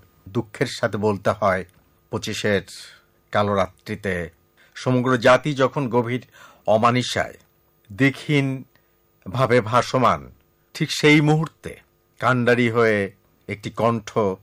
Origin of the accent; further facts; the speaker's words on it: Rangpur, Rangpur Division, Bangladesh; born there; রংপুর শহরের আমাদের বাড়ি